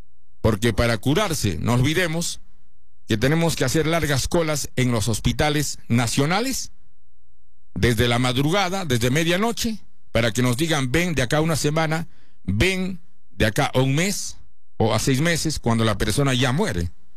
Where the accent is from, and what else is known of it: Peru